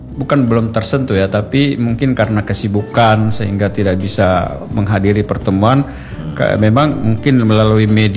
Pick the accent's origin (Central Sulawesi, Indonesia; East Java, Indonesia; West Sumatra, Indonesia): Central Sulawesi, Indonesia; Buol; Inti indikator daripada kita bahwa kita orang Bol itu adalah bahasa.